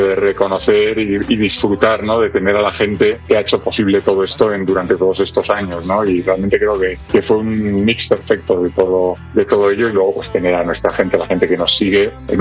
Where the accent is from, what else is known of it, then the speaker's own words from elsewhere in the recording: Bilbao, Basque Country, Spain; now in Madrid, Spain; yo soy de Bilbao y soy del 78, con lo cual conocí aquello, pero no en primera persona especialmente. Yo soy con una familia de clase media